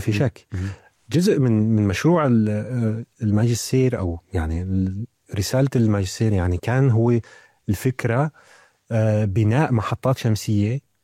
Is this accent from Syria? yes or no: yes; Salamiyah, Hama Governorate, Syria; moved away as an adult; بمدينتي الصغيره سلميه.